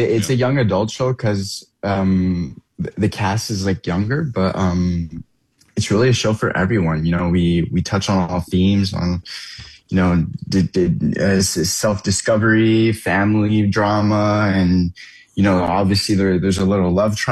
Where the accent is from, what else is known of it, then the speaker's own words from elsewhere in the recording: Maniwaki, Quebec, Canada; I grew up in Maniwaki, Zibi in Outaouais.